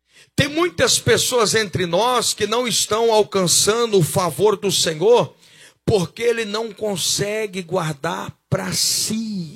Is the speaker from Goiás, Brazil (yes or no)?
yes; Goiás, Brazil; Tem um ditado popular lá para o Goiás, eu sou goiano, não sei para cá